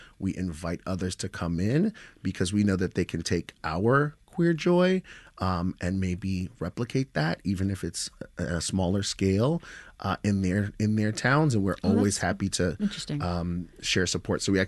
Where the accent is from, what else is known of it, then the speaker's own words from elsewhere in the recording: New York, United States; It's New York City, so shout out to my hometown.